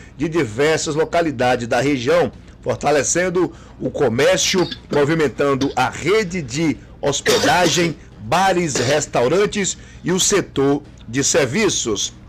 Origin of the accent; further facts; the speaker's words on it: Mascote, Bahia, Brazil; Que eu sou de São João do Paraíso